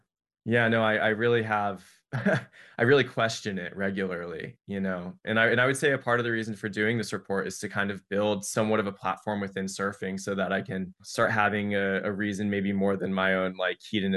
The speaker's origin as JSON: {"language": "English", "region": "Florida", "country": "United States", "tie": "born or raised there", "also_born_or_lived": "Oregon", "moved": "yes", "said": "So I've lived here since 2017, so for about 9 years. And I was born in Oregon, but I grew up in Florida"}